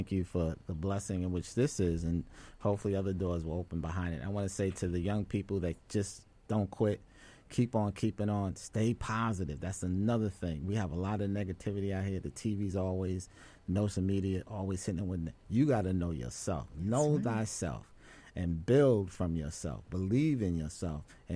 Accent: New York, United States; I was from New York

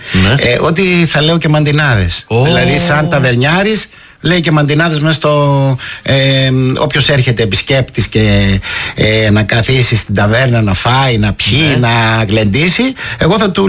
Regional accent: Karpathos, South Aegean, Greece; αλλά είμαι από την Κάρπαθο, ναι, από ένα καταπληκτικό νησί. Δεν έχω λόγια για αυτό το νησί.

